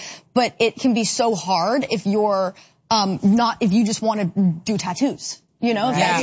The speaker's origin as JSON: {"language": "English", "country": "Canada", "said": "Especially as a Canadian actor, generally speaking, a lot of my friends that are actors, they want to be character actors"}